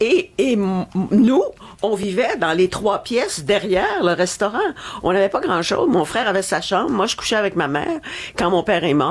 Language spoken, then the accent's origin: French; Montreal, Quebec, Canada; Moi, je suis de Montréal, montréalaise, pur jus.